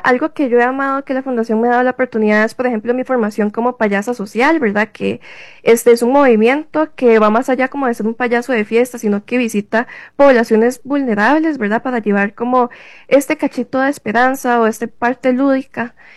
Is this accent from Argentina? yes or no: no; Desamparados, San José, Costa Rica; soy de Desamparados con orgullo